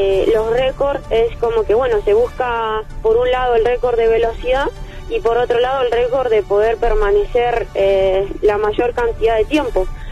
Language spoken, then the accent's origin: Spanish; General Roca, Río Negro, Argentina; Yo soy de Río Negro, de General Roca